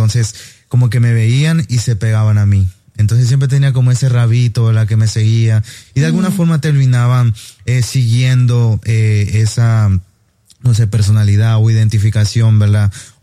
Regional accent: Acapulco, Guerrero, Mexico; moved away; yo soy de México, originario de Acapulco.

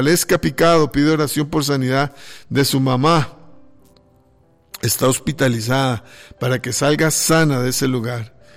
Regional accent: San Pedro de Montes de Oca, San José, Costa Rica; Soy de San Pedro de Montedioca.

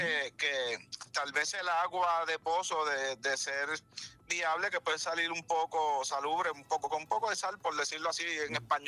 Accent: Puerto Rico; todos somos puertorriqueños, creamos en una cosa o en otra, somos puertorriqueños y todos los que queremos lo mejor para Puerto Rico.

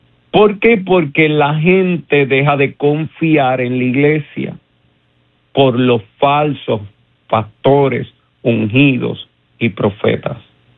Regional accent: Puerto Rico; nosotros como puertorriqueños.

